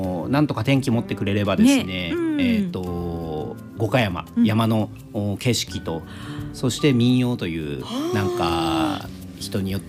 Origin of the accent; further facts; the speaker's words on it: Toyama, Japan; 私の出身地であります富山県